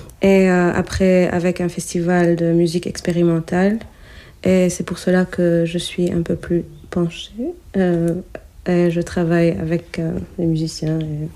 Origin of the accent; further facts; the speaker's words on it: Lebanon; moved away as an adult; now in Brussels, Belgium; je suis libanaise, j'habite à Bruxelles depuis fin 2021